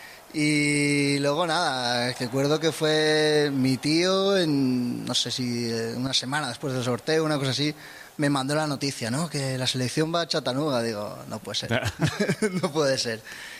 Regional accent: Gandia, Valencian Community, Spain; Como Valencia, está, como Gandía, donde yo soy, la playa de Gandía.

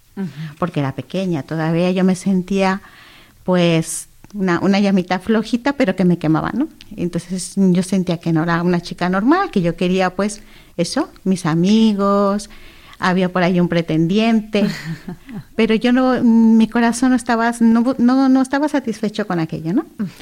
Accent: Monterrey, Nuevo León, Mexico; now in Gran Canaria, Spain; yo soy mexicana de Monterrey, Nuevo León.

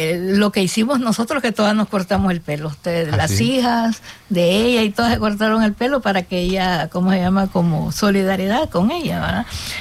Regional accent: Honduras; now in United States; Claro, tenía muchas reacciones y entonces yo me fui de Honduras con hojas de guayaba.

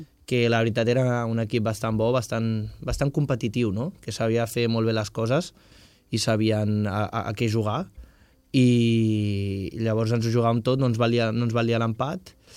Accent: Brazil; first language Portuguese; Catalan is a second language; moved away; also born or lived in Madeira; El portuguès, com soc brasiler, doncs el domino

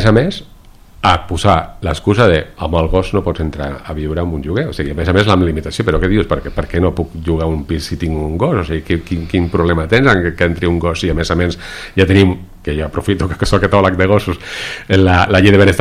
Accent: Catalonia, Spain; encara tinc sort que sóc heterosexual i sóc blanc i sóc català

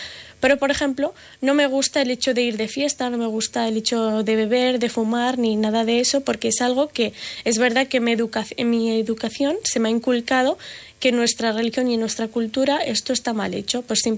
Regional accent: Rubí, Catalonia, Spain; tengo 28 años. Soy de Rubí, de toda la vida. Mi familia es de origen marroquí, del norte de Marruecos

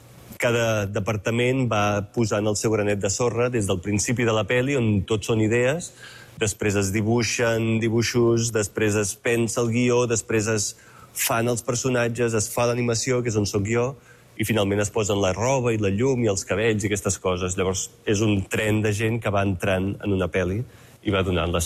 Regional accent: Barcelona, Catalonia, Spain; moved away as an adult; also born or lived in New York; a Barcelona, que és d'on soc jo

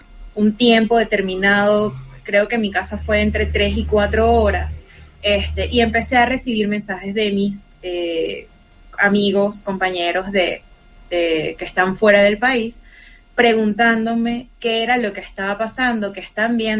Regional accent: Venezuela; una vez más, como venezolana, el corazón se me volvió mil pedazos.

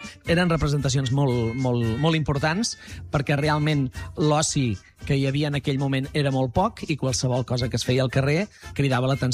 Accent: Reus, Catalonia, Spain; Jo sóc de Reus

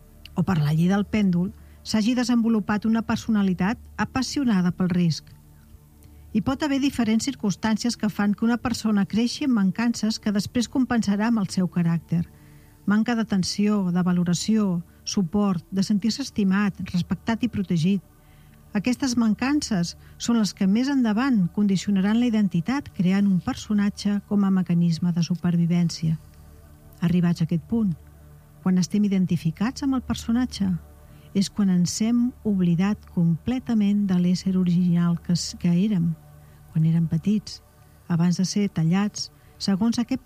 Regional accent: Mataró, Catalonia, Spain; now in La Granada, Spain; Del Penedès, soc maresmenca, soc de Mataró.

